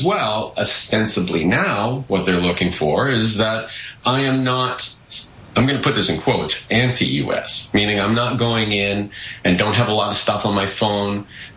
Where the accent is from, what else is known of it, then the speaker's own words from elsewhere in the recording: Canada; we as Canadians don't have really any rights when we're trying to go into the United States. We're Canadian citizens.